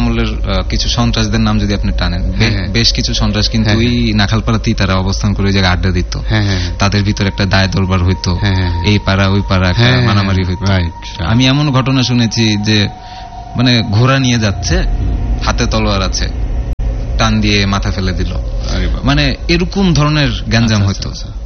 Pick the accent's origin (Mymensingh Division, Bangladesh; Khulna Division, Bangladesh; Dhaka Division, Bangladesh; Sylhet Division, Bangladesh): Dhaka Division, Bangladesh; Dhaka; তো দুই নাম্বার মাঠে বেসিক্যালি আমাদের ছোটবেলা থেকে বড় হওয়া, আমরা দুই নাম্বার মাঠে খেলাধুলা করতাম।